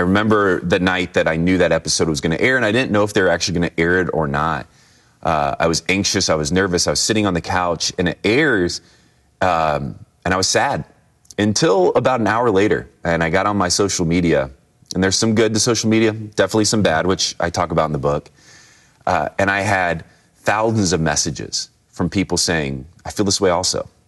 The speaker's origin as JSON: {"language": "English", "region": "Indiana", "country": "United States", "lives_now": "Denver, United States"}